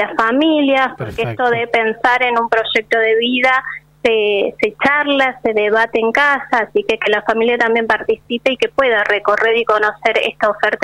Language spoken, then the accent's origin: Spanish; Córdoba, Argentina; now in Viedma, Argentina; yo soy de Córdoba y en ese momento tenía que irme a Córdoba capital